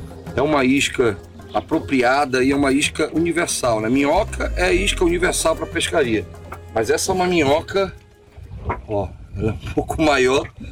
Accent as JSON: {"language": "Portuguese", "region": "Amazonas", "country": "Brazil", "said": "Ó, eu comecei, eu sou amazonense, né?"}